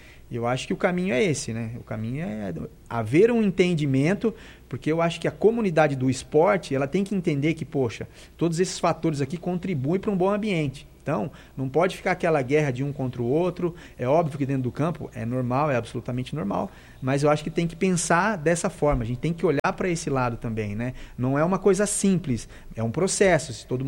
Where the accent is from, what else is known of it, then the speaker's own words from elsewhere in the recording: Limeira, São Paulo, Brazil; Eu sou de Limeira, nascido e criado, joguei campeonato amador também